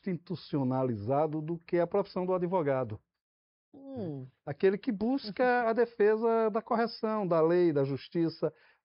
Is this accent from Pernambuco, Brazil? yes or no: yes; Recife, Pernambuco, Brazil; moved away as an adult; now in Brasília, Brazil